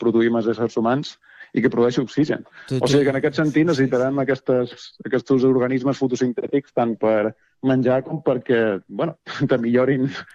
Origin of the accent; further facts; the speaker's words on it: Balearic Islands, Spain; Jo som de Balears